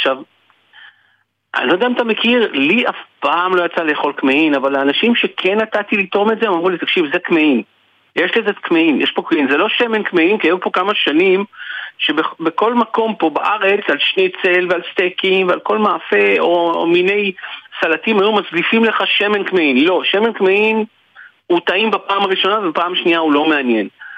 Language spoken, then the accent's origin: Hebrew; Tel Aviv, Tel Aviv District, Israel; כי אני תל אביבי ואני מגיע לכל הנקודות בתוך תל אביב.